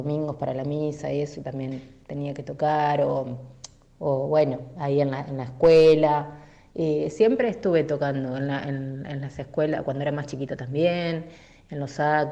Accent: Saladillo, Buenos Aires Province, Argentina; moved away as an adult; now in La Plata, Argentina; yo soy de Saladillo, actualmente estoy en La Plata viviendo.

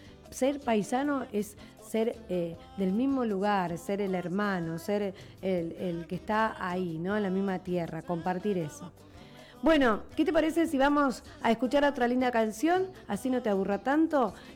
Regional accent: interior, Argentina; now in La Plata, Argentina; yo soy paisana, por ejemplo, cuando voy a mi pueblo, tengo mis paisanos, pues yo no soy de aquí de La Plata, y soy del interior

